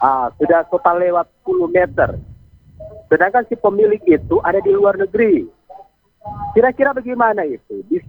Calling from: North Sulawesi, Indonesia; dari Winorangian.

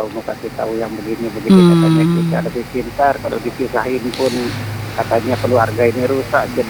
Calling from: East Lombok, West Nusa Tenggara, Indonesia; Di Lenek Baru

